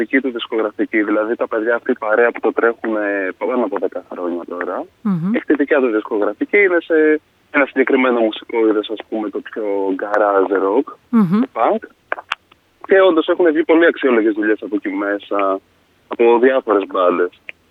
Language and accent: Greek; Lamia, Central Greece, Greece; Οι τρεις που είμαστε από Λαμία που δημιουργήσαμε και την μπάντα γνωριζόμαστε από παλιότερα, από την πόλη που καταγόμαστε.